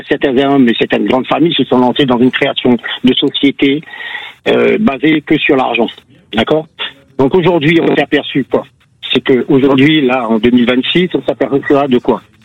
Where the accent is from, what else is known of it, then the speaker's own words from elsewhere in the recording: Réunion, France; now in Canet-en-Roussillon, France; Moi, je viens de l'île de la Réunion. Ça fait pas longtemps que je suis ici. Je suis sur Canet en Roussillon.